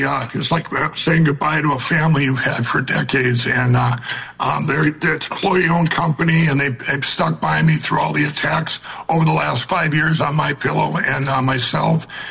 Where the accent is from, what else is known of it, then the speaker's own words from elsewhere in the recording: Minnesota, United States; I grew up, born and raised in Minnesota. It was a great, one of the greatest states to live in.